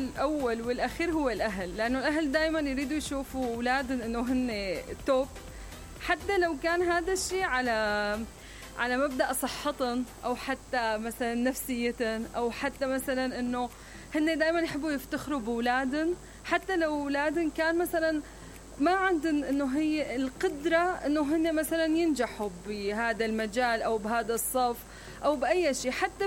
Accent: Syria; نحن عندنا بسوريا

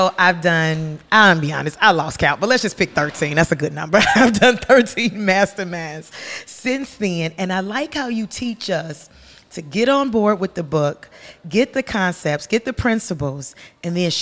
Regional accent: Chicago, Illinois, United States; Now, listen, I'm from Chicago, and which ain't had nothing to do with it, but I'm from Chicago

